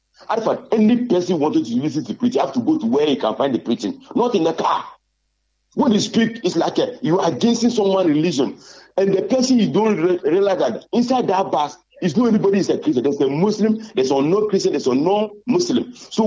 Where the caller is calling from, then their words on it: Ghana; I'm speaking as a Ghanaian.